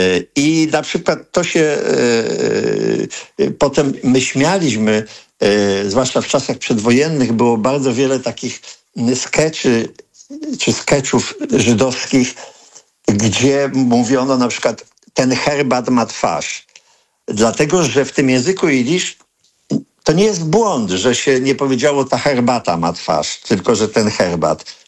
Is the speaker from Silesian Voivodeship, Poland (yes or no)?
yes; Sosnowiec, Silesian Voivodeship, Poland; Ja się urodziłem, wychowywałem w takiej górniczej dzielnicy Sosnowca-Niwce. Były dwie kopalnie.